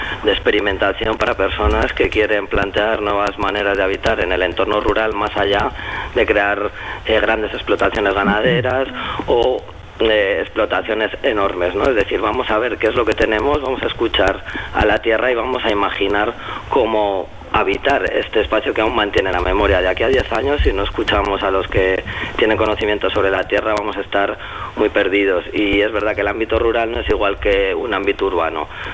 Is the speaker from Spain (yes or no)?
yes; Berlanga de Duero, Castile and León, Spain; also born or lived in Burgo de Osma / Salamanca; de Berlangadero con una densidad de población de 800 habitantes, sí. Pues sí que realicé la ESO en mi pueblo, luego tuve que ir a Burgos de Osma, un pueblo más grande.